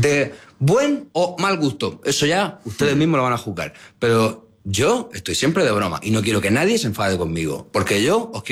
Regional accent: Murcia, Region of Murcia, Spain; Soy un chico de Murcia, nací en el año 86.

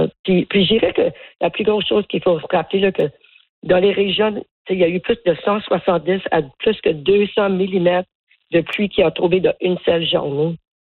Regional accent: Cape Breton, Nova Scotia, Canada; je retourne chez nous au Cap-Breton ce matin.

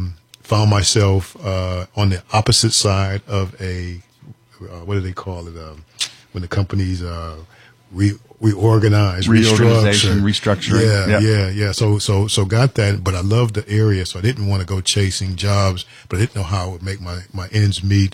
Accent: Detroit, Michigan, United States; moved away as an adult; also born or lived in Ormond Beach, Florida; now in Palm Coast, United States; Proud son of Detroit, Michigan, born and raised, spent my formative years there, served in the United States military, U.S. Army

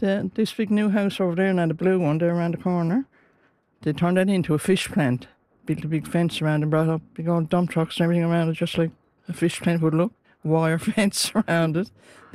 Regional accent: Brigus South, Newfoundland and Labrador, Canada; moved away as an adult; now in Cappahayden, Canada; I grew up right here in Brickus, just in the hair behind the center, the fishing stage there.

